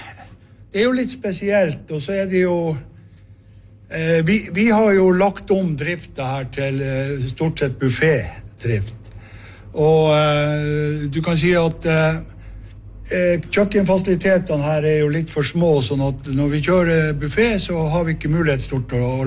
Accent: Sandland, Finnmark, Norway; Jeg er jo finnmarking, opprinnelig fra Loppa kommune, Sandland

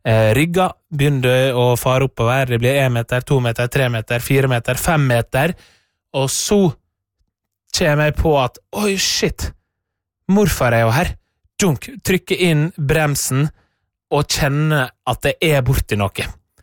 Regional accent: Møre og Romsdal, Norway; born or raised there

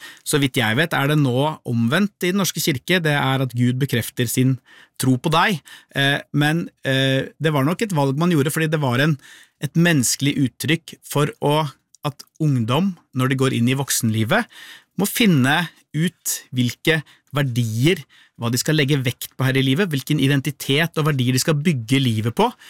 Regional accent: Lier, Buskerud, Norway; i hvert fall der jeg vokste opp i Lier.

